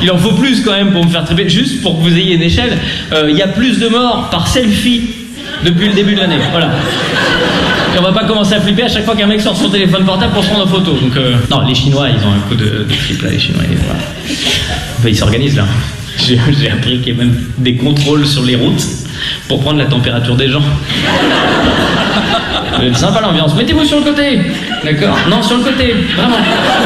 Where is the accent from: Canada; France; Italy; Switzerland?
Switzerland; Lausanne, Vaud; Moi, je viens de Lausanne. Les girons, c'est pour les bouseux, donc... À Lausanne, il n'y a pas de girons.